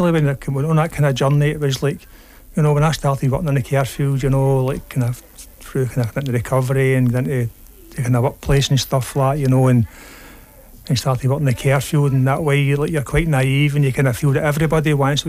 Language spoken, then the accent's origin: English; Glasgow, Scotland, United Kingdom; I grew up in the east end of Glasgow.